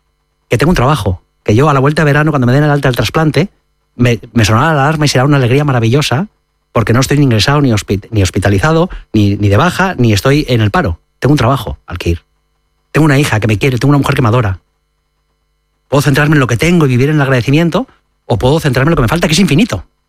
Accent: Madrid, Community of Madrid, Spain; Curiosamente, Sara es gallega, yo soy madrileño

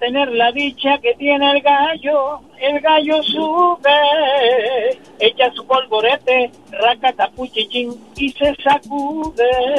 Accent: Tinajo, Canary Islands, Spain; canto más en otras islas que en mi propia tierra

